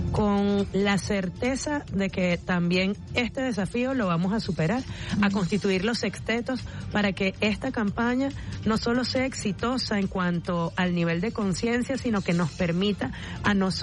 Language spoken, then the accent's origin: Spanish; Los Teques, Miranda, Venezuela; Además, yo soy de allá de Los Teques